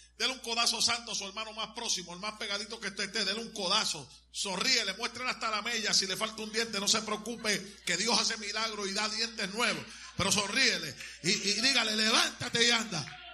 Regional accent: Puerto Rico; born there; moved away; A los 14 años de edad me convertí en el árbitro de baloncesto en la liga profesional de mi país, más joven en toda mi isla llamada Puerto Rico.

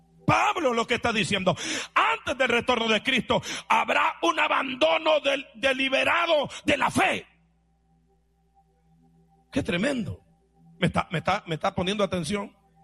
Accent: El Salvador; moved away; allá en mi país, El Salvador

